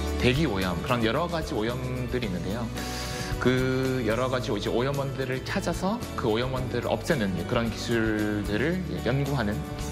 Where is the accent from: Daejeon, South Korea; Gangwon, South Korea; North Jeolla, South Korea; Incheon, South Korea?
Daejeon, South Korea; 카이스트 바로 옆에서 태어나서 자라왔습니다.